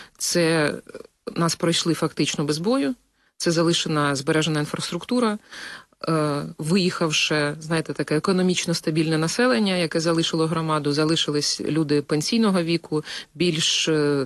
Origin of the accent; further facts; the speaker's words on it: Luhansk Oblast, Ukraine; first language Ukrainian; moved away as an adult; now in Kyiv, Ukraine; я зі Слобожанщини, це північ Луганщини, там, де завжди говорили українською мовою. Чому мені легко? Тому що я народилась в україномовній родині, і я благополучно говорила завжди з дитинства українською мовою.